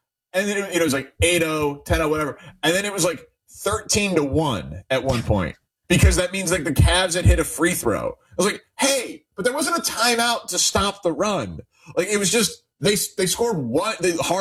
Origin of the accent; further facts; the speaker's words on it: Chicago, Illinois, United States; I'm from Chicago. I'm not like a diehard Cleveland fan.